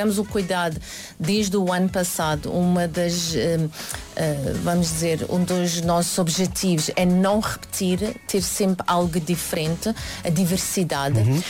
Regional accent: Cape Town, Western Cape, South Africa; como sou da cidade do Cabo

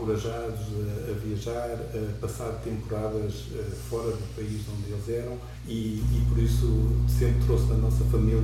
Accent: Lisbon, Portugal; Quando cresci aqui em Lisboa, estava no Liceu Francês aqui em Lisboa, também é um liceu onde há muitas crianças de várias nacionalidades, não é só francesas ou portuguesas

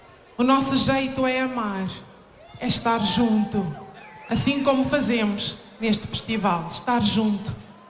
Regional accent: Guinea-Bissau; fazer uma viagem até a Guiné-Bissau ao som das mulheres da minha terra.

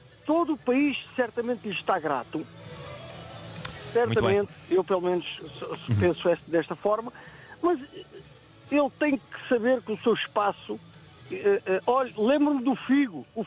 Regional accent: Portugal; não quero que o fazer porque Portugal é Portugal e eu sou português e assim hei de morrer, que eu tenho 58 anos de idade

